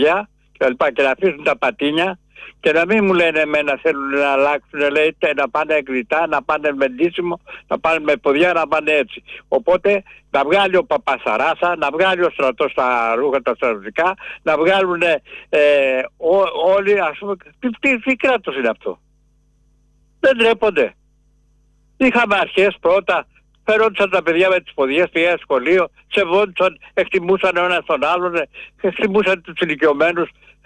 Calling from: Greece; Είμαι Έλληνας

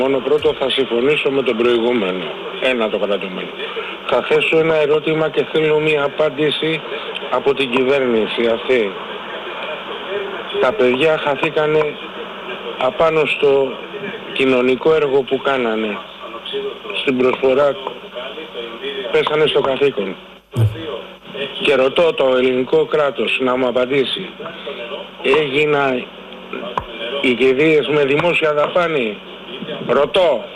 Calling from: Greece

